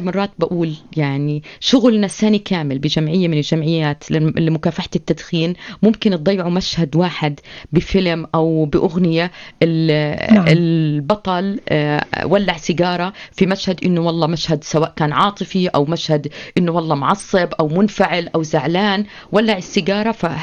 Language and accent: Arabic; Jordan; عندنا بالأردن